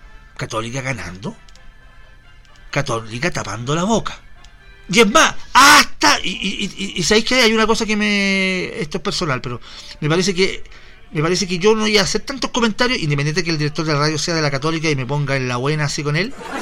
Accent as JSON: {"language": "Spanish", "country": "Chile", "said": "me meto como chileno"}